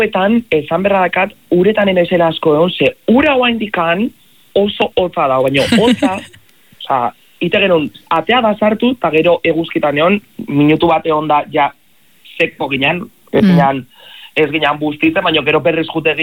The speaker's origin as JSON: {"language": "Basque", "town": "Zarautz", "region": "Basque Country", "country": "Spain", "said": "Ni Zarauztarra naiz, eta noski Zarautzeko ondartza asko ezagutzek"}